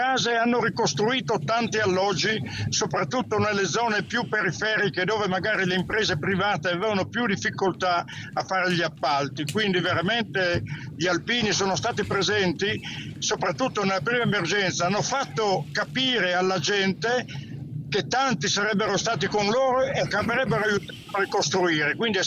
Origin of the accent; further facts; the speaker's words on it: Friuli-Venezia Giulia, Italy; a Trasaghis che era il capoluogo del nostro comune